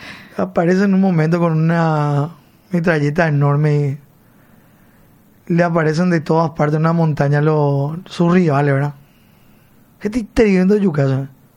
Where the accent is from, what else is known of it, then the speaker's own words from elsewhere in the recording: Pedro Juan Caballero, Amambay, Paraguay; Soy de Pedro Juan